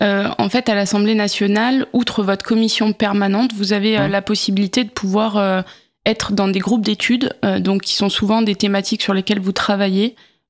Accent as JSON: {"language": "French", "town": "Étain", "region": "Grand Est", "country": "France", "tie": "born or raised there", "moved": "as an adult", "lives_now": "Lyon, France", "said": "Moi, j'ai commencé au conseil municipal des jeunes de ma petite ville de Meuse à Étain, dont je suis originaire, puisque je suis partie de la Meuse après mon baccalauréat pour faire mes études à Lyon."}